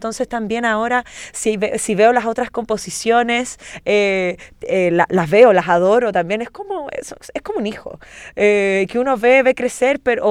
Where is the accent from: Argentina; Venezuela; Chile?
Chile; now in Valparaíso Region, Chile; quiero ahora culminar este proceso con shows aquí, en mi país, así, hacer algo fuerte. Yo ahora estoy viviendo en la quinta región